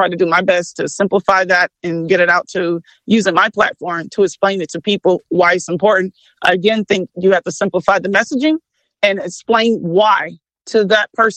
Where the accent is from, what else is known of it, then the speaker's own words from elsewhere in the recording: DeKalb County, Georgia, United States; I'm from DeKalb County, so I understand my county.